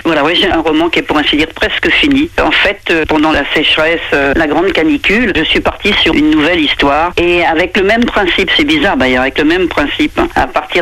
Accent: Normandy, France; je vous le rappelle, je suis de Suisse normande, donc très attachée.

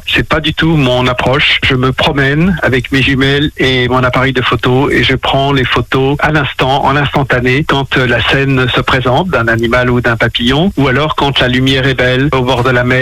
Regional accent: Pays de la Loire, France; moved away as an adult; also born or lived in Paris / Africa / Rouen / Compiègne; now in Angers, France; je suis né dans le Saônois, à Lierre-Beauvoir, où mon père était agriculteur, et j'ai passé toute ma jeunesse dans ce beau pays du Saônois, tant dans la forêt que dans les plaines, les chemins creux

